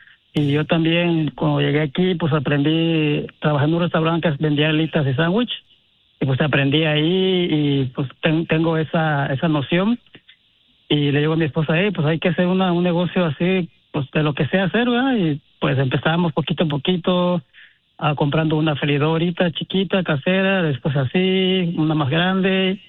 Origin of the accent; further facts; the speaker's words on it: Acapulco, Guerrero, Mexico; No, Pilen, yo soy de un estado muy bonito y una ciudad más bonita que es el Acapulco, Guerrero.